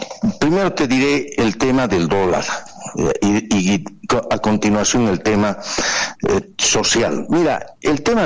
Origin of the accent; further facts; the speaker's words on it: Bolivia; Somos los bolivianos